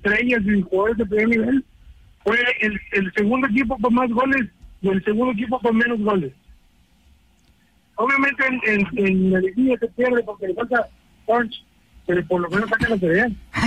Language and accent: Spanish; Argentina; Yo soy uno de Argentina que cuando se cayó un alto, ya no le daban.